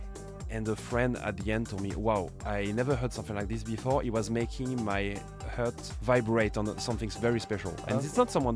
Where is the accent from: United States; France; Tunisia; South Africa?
France; south of France; I think it would be where I'm coming from South of France.